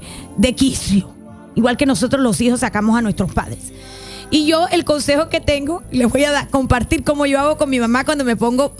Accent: Cuba; moved away; en mi país, en Cuba se le dice mima

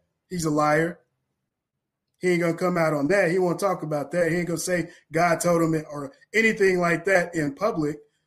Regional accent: Kentucky, United States; I'm from Kentucky. I organize.

